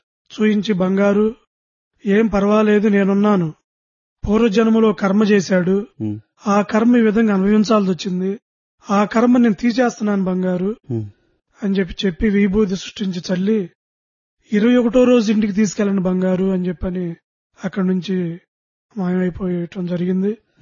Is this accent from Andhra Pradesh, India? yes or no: yes; Nandivelu, Andhra Pradesh, India; మాది ఆంధ్ర రాష్ట్రం గుంటూరు జిల్లా తెనాలి మండలం నందివేలు గ్రామ వాస్తవ్యులు.